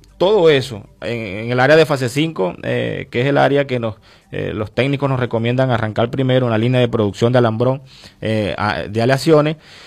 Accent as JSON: {"language": "Spanish", "country": "Venezuela", "said": "¿O acaso que los trabajadores de Surán no somos venezolanos?"}